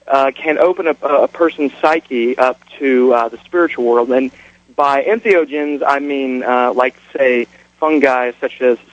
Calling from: Decatur, Illinois, United States; I'm calling from Decatur, Illinois.

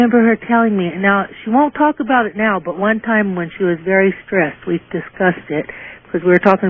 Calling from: Roswell, New Mexico, United States; I'm calling from Roswell, New Mexico.

